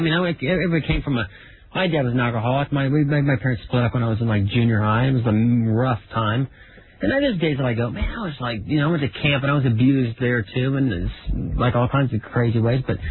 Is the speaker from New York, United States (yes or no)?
no; Florida, United States; I grew up in Florida.